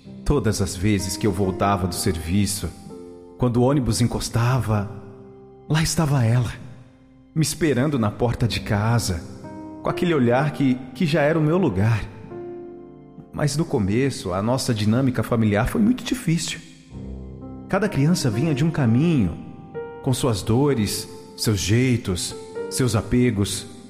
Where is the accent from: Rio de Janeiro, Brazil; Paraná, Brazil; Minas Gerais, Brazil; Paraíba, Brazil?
Paraíba, Brazil; born there; Lá longe, na terra onde eu nasci, na Paraíba, vivia a Jéssica.